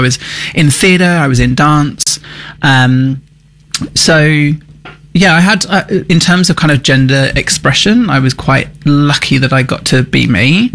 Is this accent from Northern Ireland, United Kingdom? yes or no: no; East of England, United Kingdom; So I grew up in Norfolk in England, in a small country town.